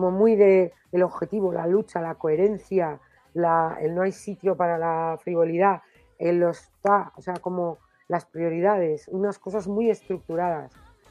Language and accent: Spanish; Basque Country, Spain; como vasca que nació todavía en la dictadura, aunque ya estaba, cuando yo nací ya estaba el hombre ahí.